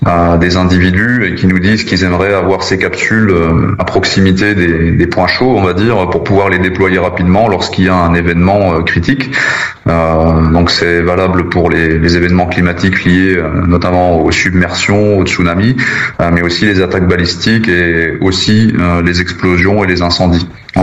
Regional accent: Grand Est, France; moved away

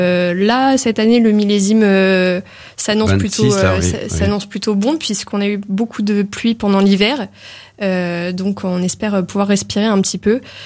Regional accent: Bourgogne-Franche-Comté, France; étant bourguignon

